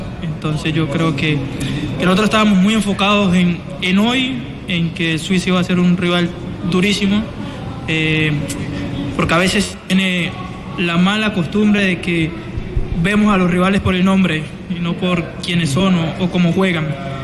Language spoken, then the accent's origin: Spanish; Colombia